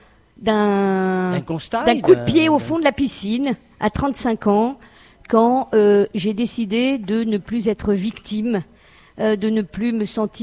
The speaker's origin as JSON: {"language": "French", "town": "Paris", "region": "Île-de-France", "country": "France", "said": "Je suis de Paris, et oui."}